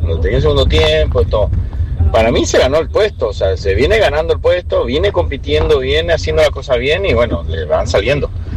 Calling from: Comodoro Rivadavia, Chubut, Argentina; de Comodoro Rivadavia.

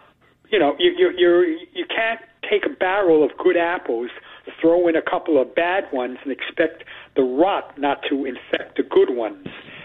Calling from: United Kingdom; as we British say.

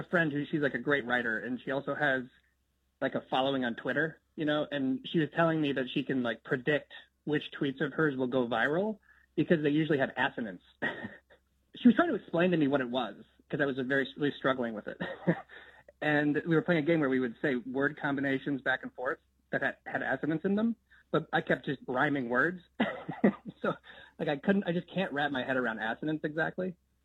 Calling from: Los Angeles, California, United States; I'm from Los Angeles.

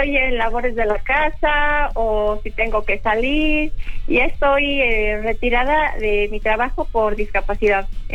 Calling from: Morelia, Michoacán, Mexico; soy de Morelia.

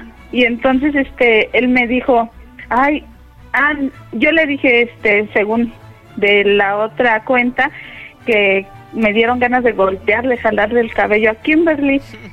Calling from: Chalco, State of Mexico, Mexico; De Chalco.

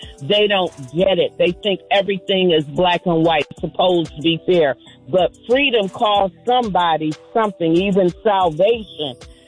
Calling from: Douglasville, Georgia, United States; from Douglasville.

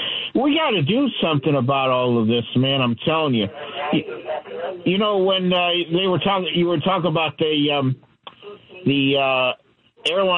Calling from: Chicago, Illinois, United States

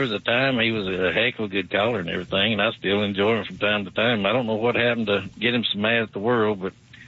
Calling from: Alabama, United States; here in Alabama, we got Kay Ivey

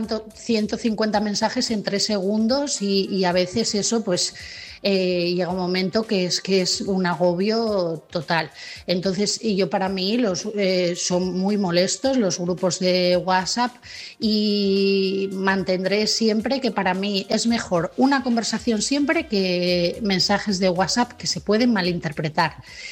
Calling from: Asturias, Spain; de Asturias

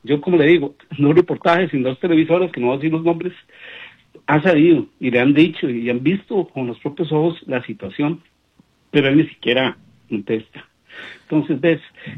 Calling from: Costa Rica

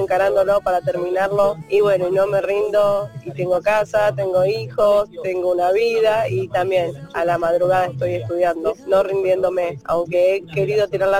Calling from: Florencio Varela, Buenos Aires Province, Argentina; de Florencio Varela

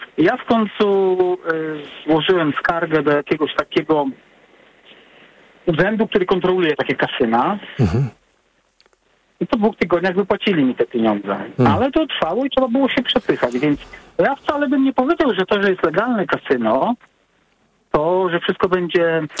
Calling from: England, United Kingdom; wiem, czy mogę się opowiedzieć, bo ja z Anglii dzwonię, nie z Polski.

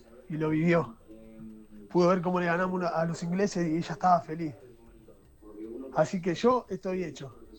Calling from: Buenos Aires, Argentina; de Villa de Pueyrredón.

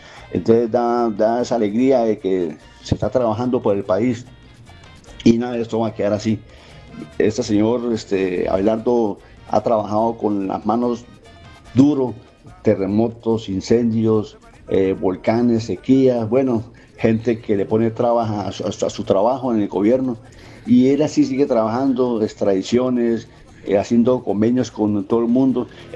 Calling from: Colombia; es un mensaje de paz, de solidaridad con los patios, de hermandad, como colombiano.

